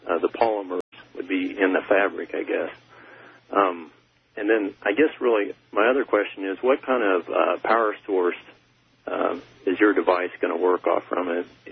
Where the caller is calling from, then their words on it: Hutchinson, Kansas, United States; I'm calling from Hutchinson, Kansas.